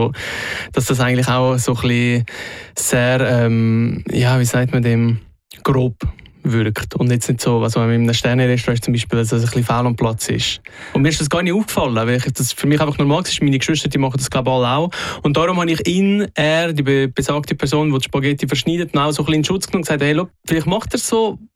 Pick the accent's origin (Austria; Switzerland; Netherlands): Switzerland; Glarus; Ländlich aufgewachsen im Glarnerland.